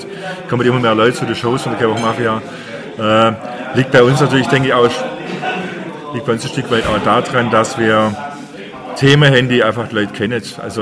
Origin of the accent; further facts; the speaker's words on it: Baden-Württemberg, Germany; accent: Swabian; Ja gut, das liegt natürlich nahe, weil wir sind Schwaben, wir sind im Ländle aufgewachsen